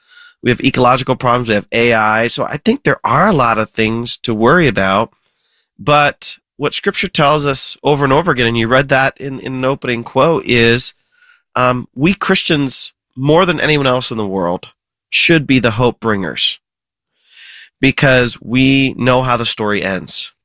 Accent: Ohio, United States; I grew up in Ohio. I love the environment I grew up in. I loved my neighborhood, my church.

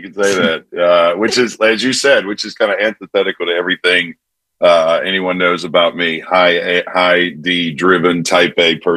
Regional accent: New Orleans, Louisiana, United States; I'm from New Orleans, as you know. And so I ate a lot of fish growing up.

